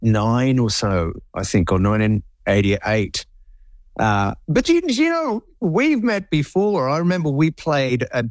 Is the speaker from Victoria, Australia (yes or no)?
yes; Melbourne, Victoria, Australia; in Melbourne that in my hometown